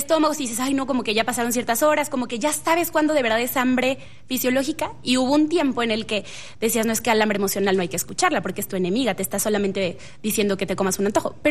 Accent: Mexico; como mexicanas, como mexicanos, tenemos la gran fortuna de tener la tortilla como base de nuestra alimentación

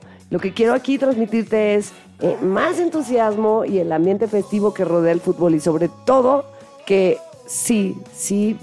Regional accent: Mexico; somos orgullosamente mexicanos

